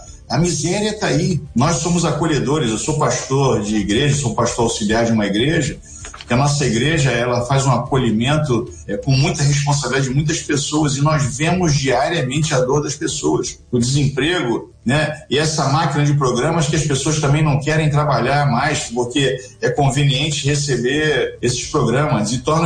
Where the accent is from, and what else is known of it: Brazil